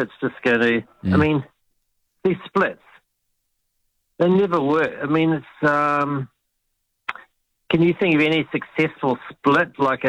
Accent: Whanganui, Manawatū-Whanganui, New Zealand; I'm from Whanganui area, and there's been two effective MPs

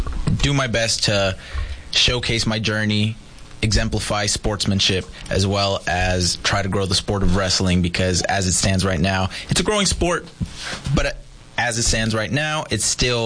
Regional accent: San Luis, Arizona, United States; So I grew up in between borders, right? I used to live in San Luis Rio Colorado, Sonora, and had to cross the border almost every single day just to get to school in San Luis, Arizona, and that's where I grew up.

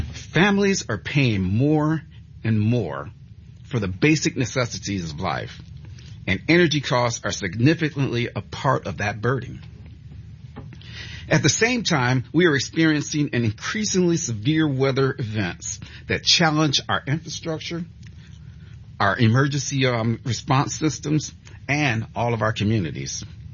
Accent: Niagara Falls, New York, United States; I grew up in Niagara Falls in the Love Canal. Many of you might have heard the Love Canal. But when I moved from the Love Canal, I went right next to a Goodyear plant in Niagara Falls

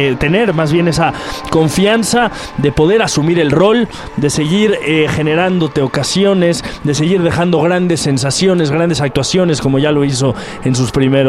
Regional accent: Mexico; a nosotros como mexicanos

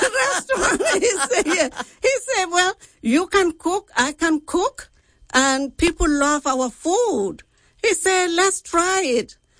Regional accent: Gambia; moved away as an adult; now in New Orleans, United States; I'm from Gambia, West Africa

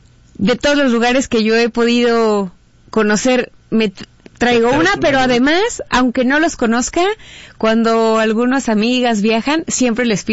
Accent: Puruándiro, Michoacán, Mexico; now in Morelia, Mexico; Pero soy moreliana y viví en Puruándiro hasta la secundaria, en la prepa me regresé a vivir aquí y no me he ido.

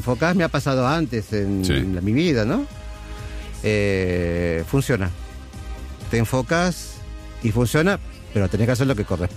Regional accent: Ezeiza, Buenos Aires Province, Argentina; Yo soy de Ezeiza.

